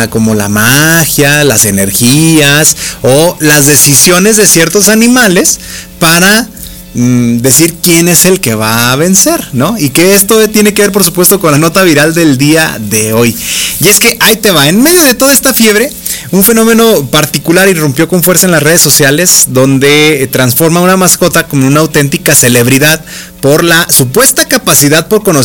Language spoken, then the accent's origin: Spanish; Mexico